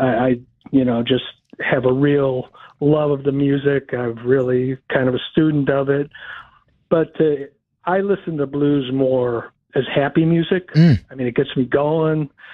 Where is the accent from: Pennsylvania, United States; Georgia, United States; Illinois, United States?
Illinois, United States; New Lenox; I grew up in New Lenox, which is a suburb in the south, 40 miles southwest of Chicago.